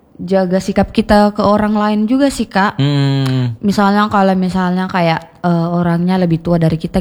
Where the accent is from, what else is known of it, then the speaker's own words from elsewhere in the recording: Indonesia; aku ini anak Indonesia gitu.